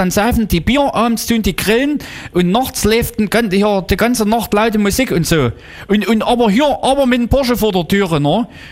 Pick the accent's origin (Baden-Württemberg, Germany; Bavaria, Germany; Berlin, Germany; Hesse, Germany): Berlin, Germany; Ich bin ganz normaler Berliner.